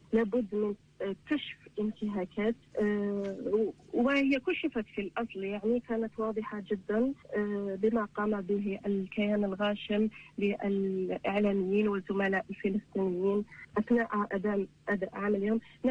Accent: Algeria; نحن كجزائريين ندرك جيدا معنى إيصال الحقيقة لرأي العالم

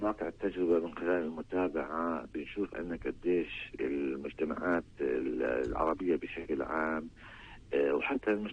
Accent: Palestine; إحنا مجتمع فلسطيني

